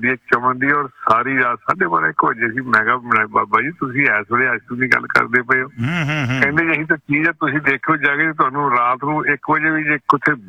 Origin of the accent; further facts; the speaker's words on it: Amritsar, Punjab, India; ਪਰ ਅਸੀਂ ਅੰਮ੍ਰਿਤਸਰ ਦੇ ਰਹਿਣ ਵਾਲੇ